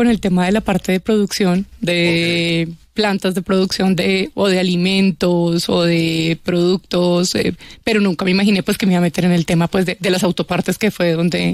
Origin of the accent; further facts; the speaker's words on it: Ibagué, Tolima, Colombia; now in Bogotá, Colombia; Bueno, yo soy de Ibagué.